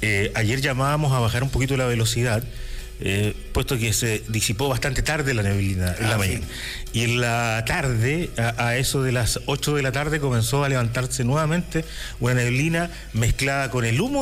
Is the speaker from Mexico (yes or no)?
no; Chile; por ser como somos, como chilenos